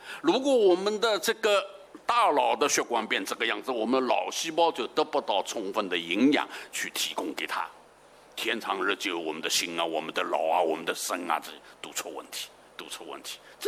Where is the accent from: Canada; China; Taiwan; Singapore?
China; 我们中国人